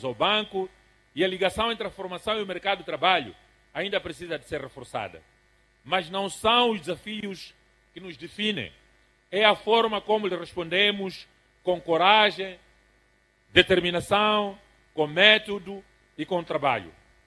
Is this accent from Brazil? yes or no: no; Mozambique; todos nós somos moçambicanos e irmãos moçambicanos.